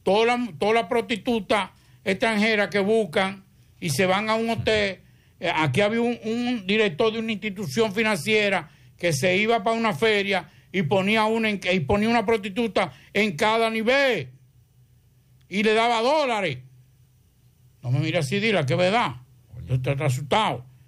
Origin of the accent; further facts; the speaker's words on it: Dominican Republic; somos los dos de ahí, nos criamos ahí en Pueblo Nuevo.